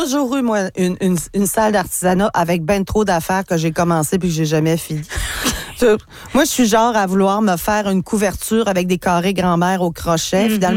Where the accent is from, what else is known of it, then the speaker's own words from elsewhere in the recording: Jonquière, Quebec, Canada; born there; accent: Lac-Saint-Jean; C'est mon accent de naissance. Moi, je suis née à Jonquière.